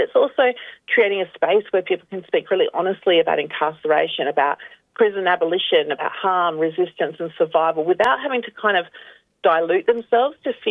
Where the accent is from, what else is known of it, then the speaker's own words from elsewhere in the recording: South Australia, Australia; I was born and raised on Kaurna country, but my mother's country is in the southwestern areas, the one they call Victoria. But I wasn't raised by my mother, but I was raised here on Kaurna country.